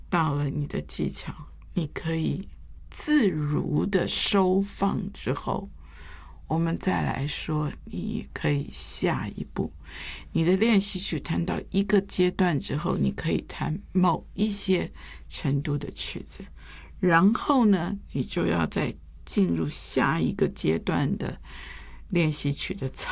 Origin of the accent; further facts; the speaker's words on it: Taiwan; 我在这个眷村里面长大的时候，